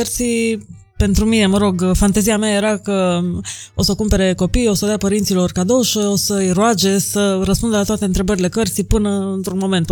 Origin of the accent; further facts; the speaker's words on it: Baia Mare, Maramureș County, Romania; born there; also born or lived in Oradea; pentru mine Oradea este un loc special în sensul că e a doua mea casă, în sensul că am crescut jumătate la Baia Mare și la Oradea, pentru că mare parte din familia mea este încă în Oradea.